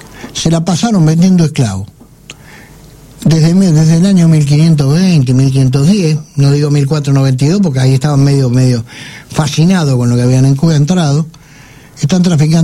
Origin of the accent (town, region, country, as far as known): Argentina